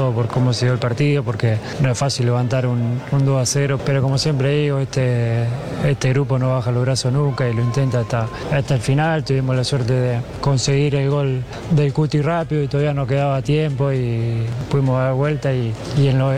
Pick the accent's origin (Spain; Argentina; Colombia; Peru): Argentina; demuestra cada día lo que somos como argentinos